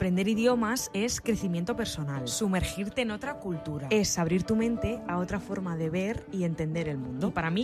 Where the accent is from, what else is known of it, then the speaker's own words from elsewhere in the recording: Cantabria, Spain; Soy de Cantabria de toda la vida. Nunca he ido a clases, nunca he vivido en un sitio donde se hable catalán.